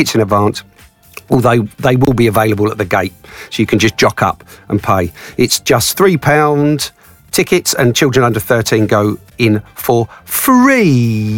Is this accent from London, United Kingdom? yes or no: no; Watford, East of England, United Kingdom; born or raised there